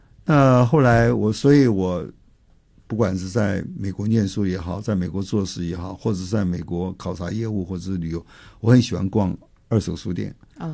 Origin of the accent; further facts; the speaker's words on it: China; 那我从这个阿米什人的这个格言中啊，看到很多跟我们中国人的想法都很接近。